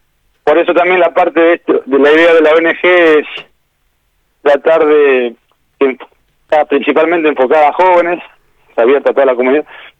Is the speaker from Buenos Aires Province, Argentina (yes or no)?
yes; Cabildo, Buenos Aires Province, Argentina; now in Bahía Blanca, Argentina; soy oriundo de Cabildo. Mis padres viven allá. Yo vivo acá en Bahía Blanca